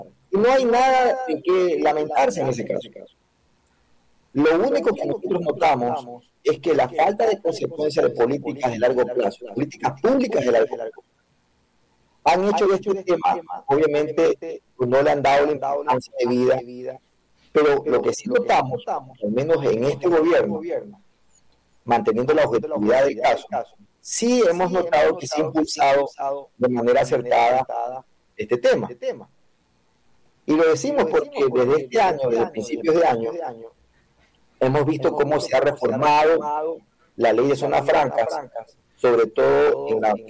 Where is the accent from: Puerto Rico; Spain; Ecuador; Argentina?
Ecuador; nosotros como ecuatorianos